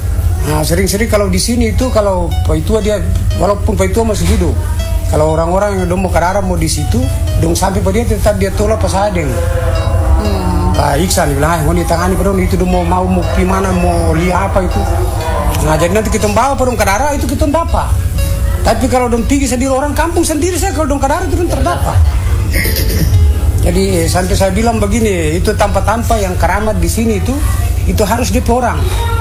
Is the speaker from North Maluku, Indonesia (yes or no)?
yes; Weda, North Maluku, Indonesia; kita orang-orang Weda